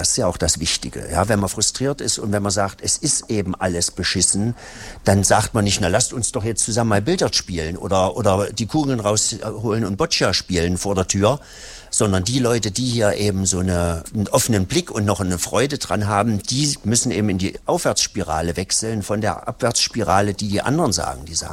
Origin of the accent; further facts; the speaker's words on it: Hettstedt, Saxony-Anhalt, Germany; also born or lived in Halle; now in Eisleben, Germany; Ich komme nämlich aus Hettstedt.